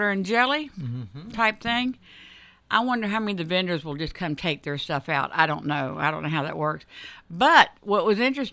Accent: Orange Park, Florida, United States; born there; moved away; That's what was in Orange Park when I was in Orange Park.

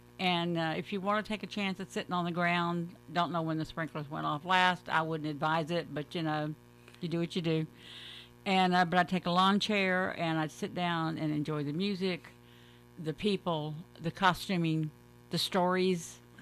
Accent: Hillsborough County, Florida, United States; moved away; I grew up in South Florida, Hillsborough County

